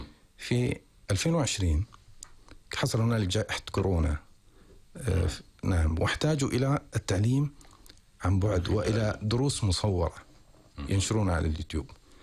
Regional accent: Qatar; نحن عندنا في قطر

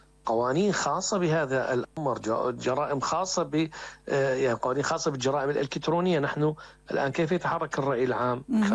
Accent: Syria; عندنا في سوريا

